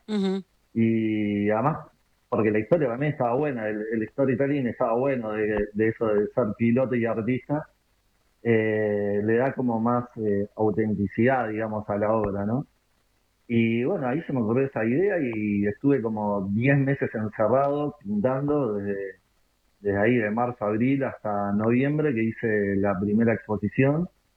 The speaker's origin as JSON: {"language": "Spanish", "country": "Uruguay", "said": "porque bueno, yo soy uruguayo."}